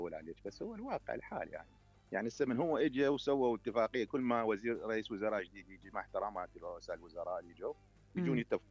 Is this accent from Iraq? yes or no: yes; Iraq; اذا هذا كله توفر موجود عندنا بالعراق